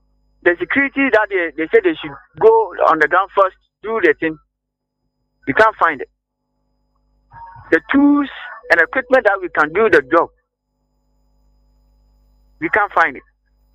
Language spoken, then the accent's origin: English; Ghana; But as a nation, as a Ghana, as a Ghanaian, you can find someone eating and throwing the rubbish anyhow.